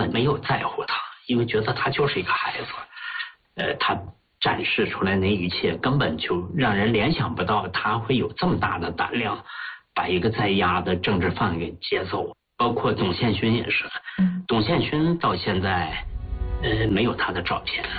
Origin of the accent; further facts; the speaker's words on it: Heilongjiang, China; 因为我本身是黑龙江人嘛，小时候文目睹，我对那块土地特别熟悉嘛。